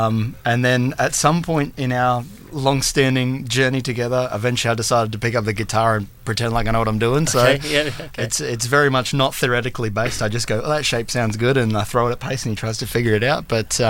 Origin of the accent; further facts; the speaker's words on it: Beerwah, Queensland, Australia; moved away as an adult; also born or lived in Coolum, Australia; now in Brisbane, Australia; So I'm from the Sunshine Coast, born in Coolum and then moved to Biwa, right next to the Australia Zoo. And I lived there for as long as I can remember.